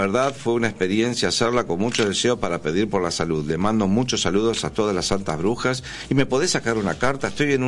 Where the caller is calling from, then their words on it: Trelew, Chubut, Argentina; Buenas noches … de Trelew.